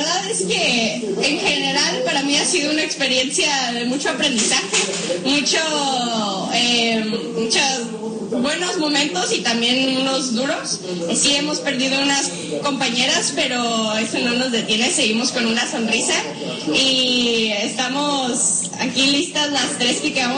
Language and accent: Spanish; Mexico; Soy la primera mexicana en la versión moderna del Tour de France.